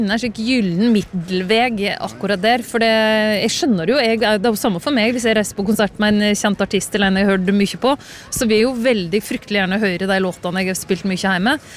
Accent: Edland, Vestfold og Telemark, Norway; Jeg vokste opp I Edland, øvst I Vinje kommune

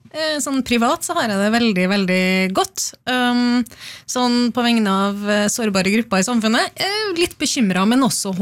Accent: Trondheim, Trøndelag, Norway; moved away as an adult; also born or lived in Oslo; now in Trondheim, Norway; vi flyttet jo hjem fra Oslo til Trondheim for å være nær min mor. Ja. Altså, jeg jobbet I Oslo og bodde I Oslo mange år.

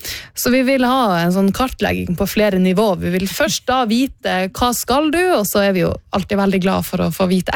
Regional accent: Finnmark, Norway

